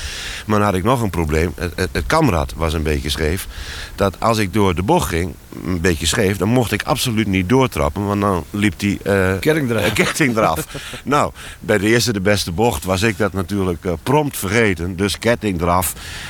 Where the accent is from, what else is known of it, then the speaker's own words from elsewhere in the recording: Koevoorde, Overijssel, Netherlands; Ja, nou, je had hier een speeltuin. Een actieve buurt- en speeltuinvereniging.